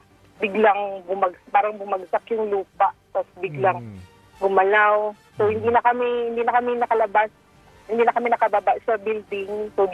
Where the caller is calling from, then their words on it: Alabel, Soccsksargen, Philippines; dito sa amin sa Alabel